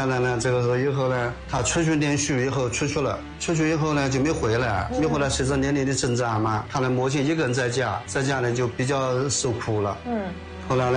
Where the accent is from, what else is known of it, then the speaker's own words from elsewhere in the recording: China; 我们中国人民